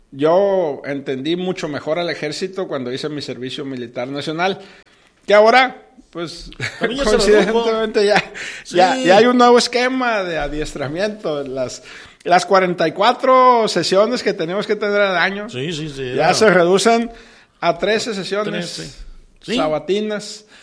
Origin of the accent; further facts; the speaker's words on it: Mexico; nos hagan sentir orgullosos como mexicanos